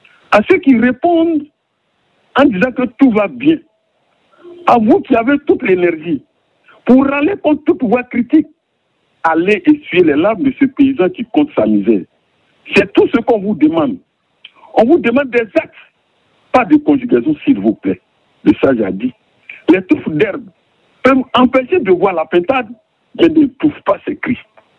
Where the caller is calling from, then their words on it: Yamoussoukro, Côte d’Ivoire; Je vous appelle de Yamoussoukro, Côte d'Ivoire.